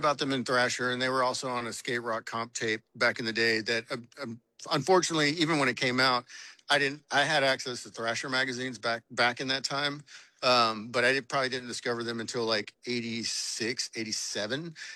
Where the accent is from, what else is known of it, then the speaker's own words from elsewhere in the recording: Texas, United States; but growing up in Texas, it was always like big boys, you know?